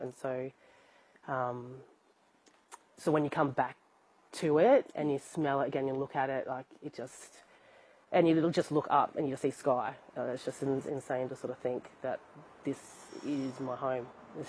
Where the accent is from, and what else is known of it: Alice Springs, Northern Territory, Australia; born or raised there